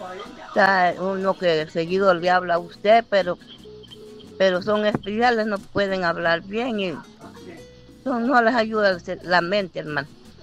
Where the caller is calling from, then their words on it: Coatepeque, Santa Ana, El Salvador; de los Planes del Lago